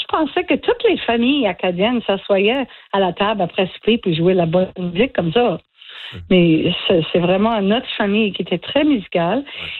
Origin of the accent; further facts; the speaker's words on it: Canada; Je suis acadienne canadienne, hein?